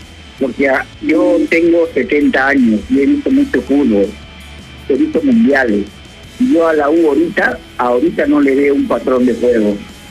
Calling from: Lima, Peru; de Surquillo.

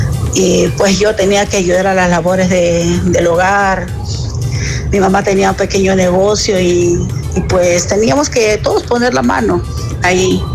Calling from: Lima, Peru; de Cercado de Lima.

